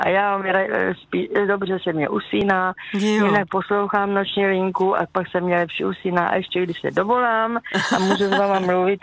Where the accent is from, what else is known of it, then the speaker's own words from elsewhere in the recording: South Moravian Region, Czechia; Takže a já tady vlastně v té moje rodná vesnice, protože já jednak jsem tady byla zaměstnána nejprve, když jsem byla teda, jeli jsme školu v Brně, myslím, že kousek od Brna to máme